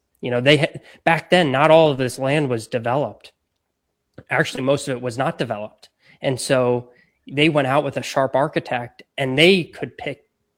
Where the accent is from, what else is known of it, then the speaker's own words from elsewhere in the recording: Florida, United States; But to me, I grew up golfing in Florida and in the South, and it felt a little more manufactured to me.